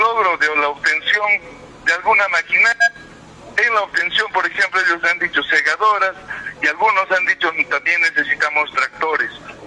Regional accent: Yunguyo, Puno, Peru; mi querida ciudad de Yunguyo, a mis queridos 24 barrios, por donde he caminado yo a pie

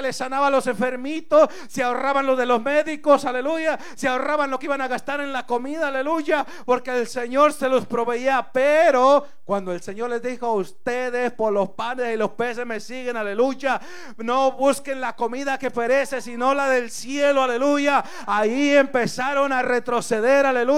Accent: Mexico; now in United States; yo voy a mi rancho, a mi pueblo, a mi México

